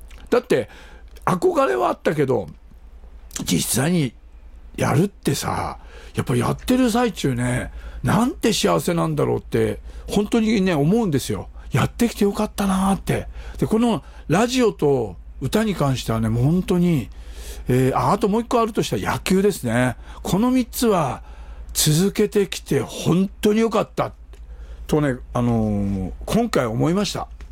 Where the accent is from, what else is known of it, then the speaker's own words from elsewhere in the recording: Hokkaido, Japan; この地元北海道の札幌や、また栗山やね